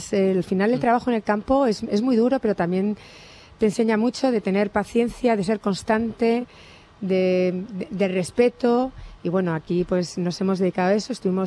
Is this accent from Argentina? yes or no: no; Madrid, Community of Madrid, Spain; yo primero es que soy madrileña.